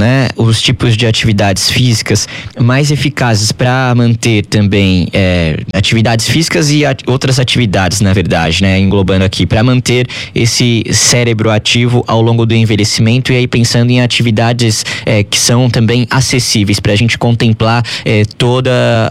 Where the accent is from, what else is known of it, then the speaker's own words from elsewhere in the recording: São Paulo, Brazil; now in Rio de Janeiro, Brazil; São Paulo, de onde eu venho